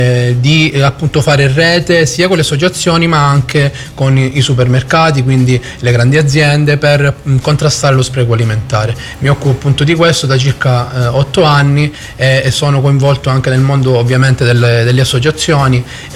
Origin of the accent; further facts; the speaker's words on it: Reggio Calabria, Calabria, Italy; ho 26 anni, sono di Catona, anch'io.